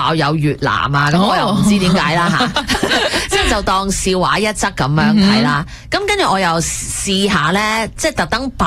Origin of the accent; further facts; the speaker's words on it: Hong Kong; accent: Hong Kong-style accent (in English); now in Canada; 我细个喺香港嘅，咁我移民过嚟加拿大，咁我唔属于喺呢度嘅本地出世嘅人嘅英文啦，咁、即係我唔係 100% 嘅 Canadian 嘅英文啦，定係咁，但我应该个英文係偏向香港式嘅口